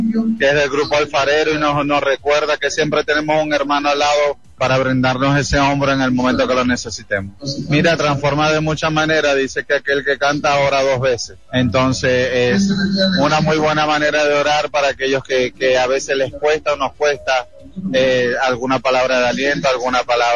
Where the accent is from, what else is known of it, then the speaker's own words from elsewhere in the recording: Villa del Rosario, Norte de Santander, Colombia; soy emocionado desde hace 4 años, soy oriundo de Villa de Rosario